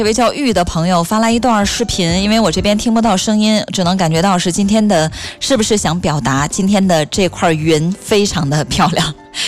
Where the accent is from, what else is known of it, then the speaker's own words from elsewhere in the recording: Fuzhou, Fujian, China; 我们福州人